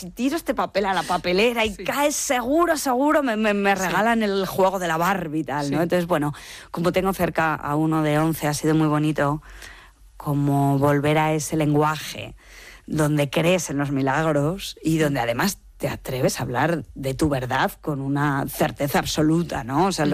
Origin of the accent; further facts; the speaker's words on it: Spain; Esto viene también como de mi pueblo. Mi pueblo estaba entre medio de Zaragoza y Madrid y entonces había mucho tráfico los domingos de la gente que iba a ver, bueno, pues que volvía de Madrid o que iba hacia Madrid